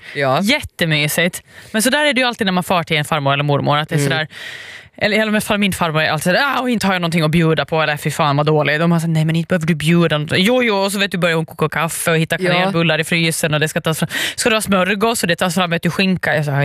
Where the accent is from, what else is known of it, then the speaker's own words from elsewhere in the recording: Åland Islands; moved away; när jag är hemma på Åland och får hälsa på farmor.